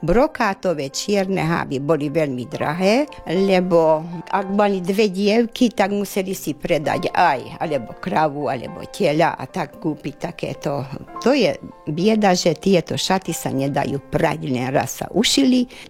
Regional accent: Tótkomlós, Békés, Hungary; u nás na Komloši

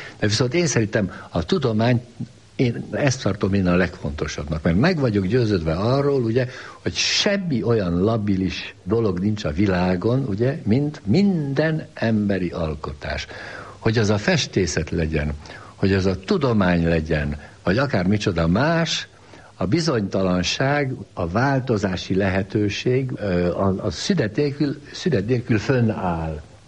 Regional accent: Hungary; born there; A tény, ugye, hogy Magyarországon születtem, hogy magyar szüleim voltak, ugye, hogy magyar tájképet ismertem, hogy a magyar gyümölcsöket ettem

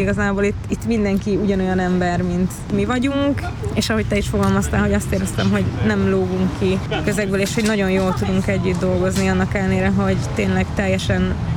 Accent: Hungary; Én egy eléggé elmaradott térségből származom, Tiszazugból.

